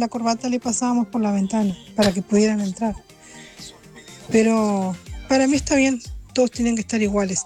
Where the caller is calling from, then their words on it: Uruguay; Te hablo de Uruguay … de Uruguay.